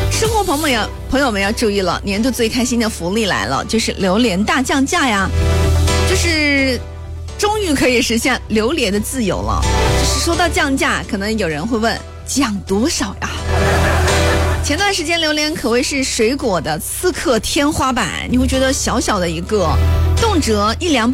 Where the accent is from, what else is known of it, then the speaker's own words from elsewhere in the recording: Guangdong, China; 咱们广东人太会生活了